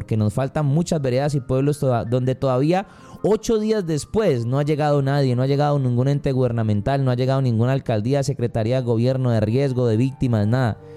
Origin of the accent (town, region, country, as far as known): Colombia